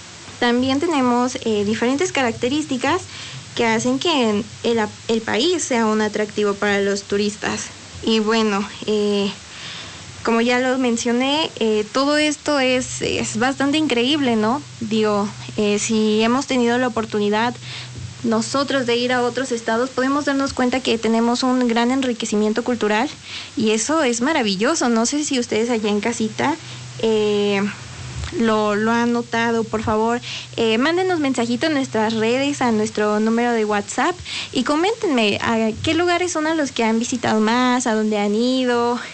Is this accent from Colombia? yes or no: no; Mexico; a nosotros como mexicanos